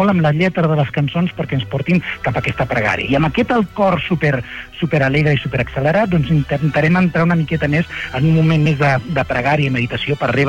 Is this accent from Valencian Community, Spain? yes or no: no; Catalonia, Spain; més de reflexió, més com som els catalans, no?